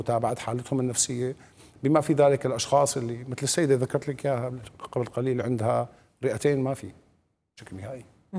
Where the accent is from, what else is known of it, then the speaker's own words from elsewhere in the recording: Syria; ما في اتفاقية بين هذه الدولة وبيننا نحن كسوريين.